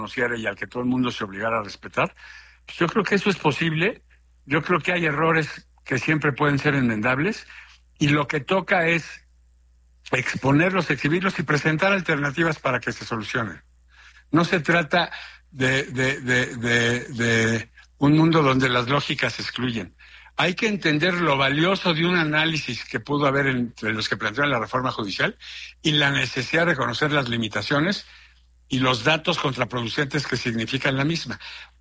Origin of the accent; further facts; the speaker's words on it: Mexico; los valores que nos sostienen como abogados, como mexicanos